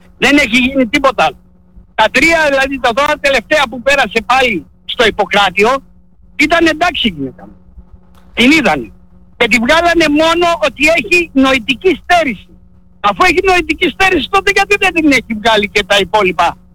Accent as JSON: {"language": "Greek", "town": "Keratsini", "region": "Attica", "country": "Greece", "lives_now": "Thessaloniki, Greece", "said": "Εντάξει, εγώ είμαι από το Κερατσίνι. Είχα τσιγαδώσει, είχα μια εταιρεία security, την έκλεισα, τελείωσε, έτσι. Και ανέβηκα πάνω στη Θεσσαλονίκη."}